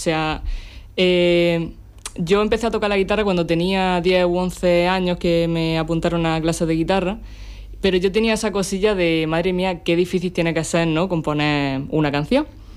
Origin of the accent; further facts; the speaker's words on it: Roquetas de Mar, Andalusia, Spain; Soy de Roquetas de Mar, de toda la vida. Y tengo 26 años y, bueno, dentro de muy poquito 27